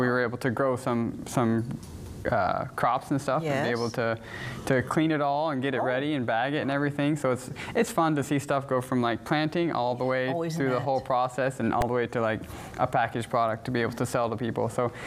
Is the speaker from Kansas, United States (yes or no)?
no; Ohio, United States; We're coming from Ohio.